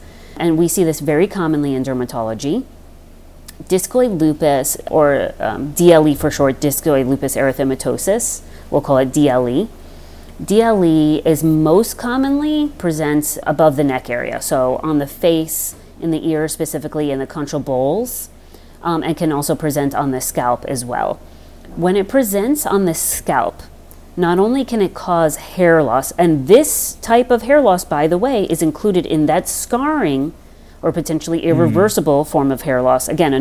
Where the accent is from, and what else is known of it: Long Island, New York, United States; born or raised there